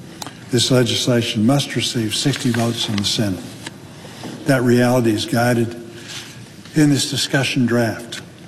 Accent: Arkansas, United States; I hear the despair from farmers in my home state of Arkansas.

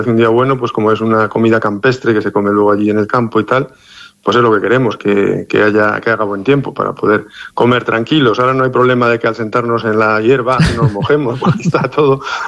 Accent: Muñogalindo, Castile and León, Spain; que yo soy de Muñoz Galindo, somos bastante masosos y bailamos mucho menos

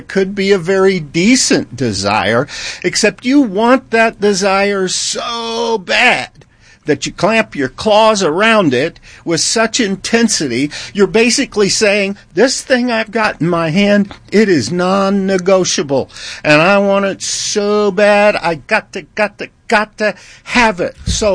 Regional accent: United States; I won the lottery the day I was born in America. One of my earliest memories of being an American was the day JFK was assassinated.

